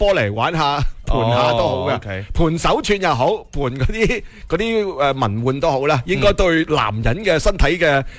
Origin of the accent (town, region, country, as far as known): Foshan, Guangdong, China